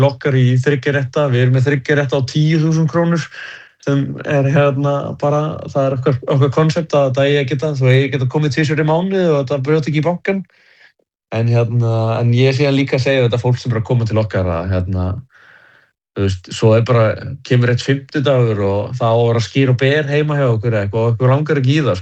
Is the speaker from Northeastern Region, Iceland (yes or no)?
yes; Akureyri, Northeastern Region, Iceland; Ég held og núna þú veist, ég er frá Akureyri og ég sem barn, ég bjórendar ekki í hverfinu